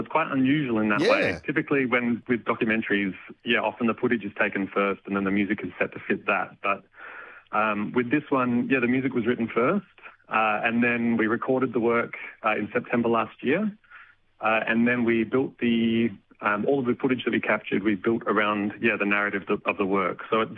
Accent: Aberfoyle Park, South Australia, Australia; born or raised there; also born or lived in Flagstaff Hill

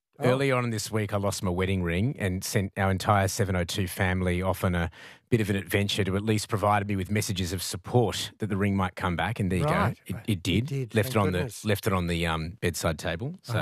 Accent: New South Wales, Australia; And I grew up in the Blue Mountains, so I've no idea.

